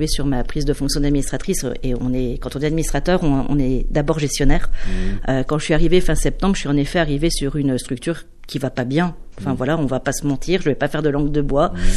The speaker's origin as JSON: {"language": "French", "town": "Metz", "region": "Grand Est", "country": "France", "tie": "born or raised there", "also_born_or_lived": "Toulouse / Lyon", "said": "moi je suis née à Metz, je suis partie longtemps à Toulouse, Lyon, enfin j'ai un petit peu navigué en France. Un jour je suis revenue à Metz"}